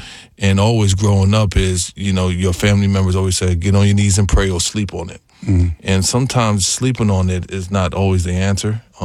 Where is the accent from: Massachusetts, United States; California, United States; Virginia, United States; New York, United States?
New York, United States; New York City; growing up in, you know, the south side of Jamaica, Queens, it was a very, you know, rough story.